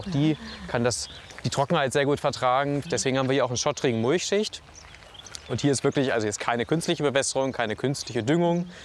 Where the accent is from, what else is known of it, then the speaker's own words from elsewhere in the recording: Einbeck, Lower Saxony, Germany; now in Weinheim, Germany; Nee, ich komme eigentlich aus Niedersachsen. Und tatsächlich aus Einbeck, das ist auch eine sehr fachwerkgeprägte Stadt.